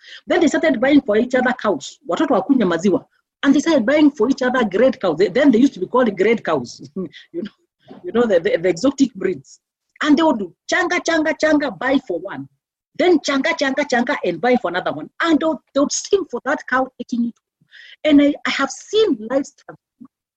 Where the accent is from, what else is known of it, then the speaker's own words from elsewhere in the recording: Meru, Meru County, Kenya; I always like giving the analogy of where I grew up in Meru, that I grew up in the family that I grew up, but in the midst of very severe poverty.